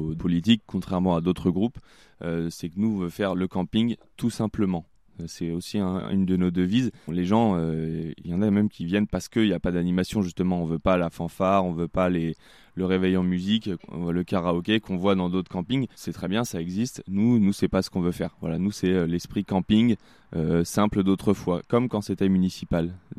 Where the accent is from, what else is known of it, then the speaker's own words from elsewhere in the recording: Brittany, France; now in Pilat, France; Moi, je viens de Bretagne